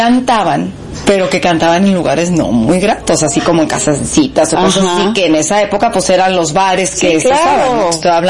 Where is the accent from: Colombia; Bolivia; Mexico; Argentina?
Mexico; Guadalajara, Jalisco; also born or lived in Colima; yo soy de Guadalajara, orgullosamente la guadalajareña